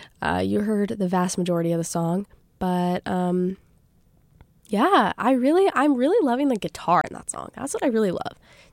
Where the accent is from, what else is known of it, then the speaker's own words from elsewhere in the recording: Durango, Colorado, United States; moved away as an adult; now in Ann Arbor, United States; So I live in a beautiful place called Durango, Colorado